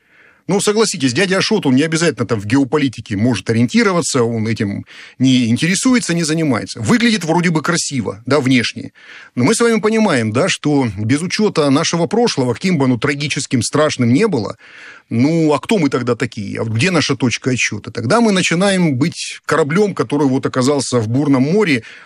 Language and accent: Russian; Rostov-on-Don, Rostov Oblast, Russia; Я сам ростовчанин. Вот я родился в Ростове-на-Дону.